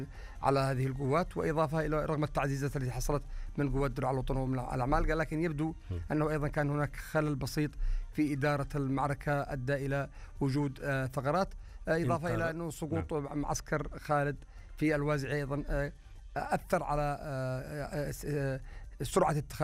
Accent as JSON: {"language": "Arabic", "country": "Yemen", "said": "نحن كيمنيين"}